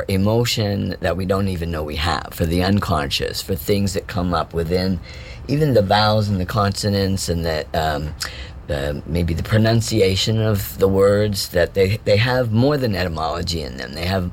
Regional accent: United States; as American audiences

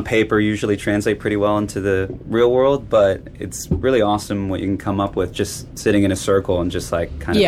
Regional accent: Burlingame, California, United States; moved away as an adult; now in Los Angeles, United States; I'm from Burlingame, California.

